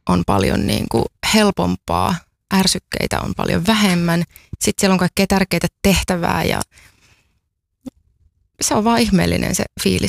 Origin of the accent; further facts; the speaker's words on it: Tohmajärvi, North Karelia, Finland; also born or lived in Joensuu; Joo, me on Tohmajärveltä kotoisin. Ja Joensuomi on semmoinen nuoruuden kaupunki.